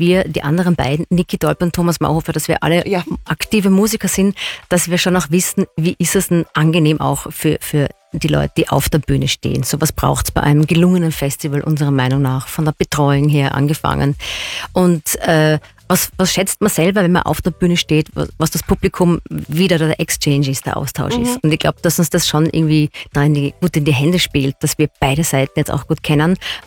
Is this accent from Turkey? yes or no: no; Styria, Austria; Ich bin aus der Steiermark